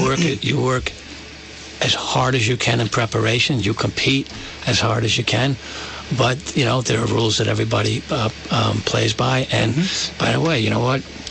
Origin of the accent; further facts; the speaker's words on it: New York, United States; My family's from, I grew up in New York, in Nassau County.